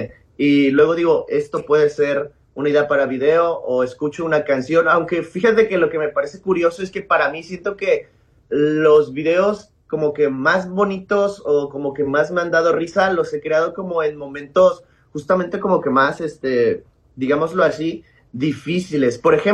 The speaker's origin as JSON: {"language": "Spanish", "region": "Veracruz", "country": "Mexico", "said": "Soy mexicano, lo más importante, soy cristiano. Vivo acá en Veracruz, en un estado que se llama Veracruz, es del puerto, soy porteño directamente."}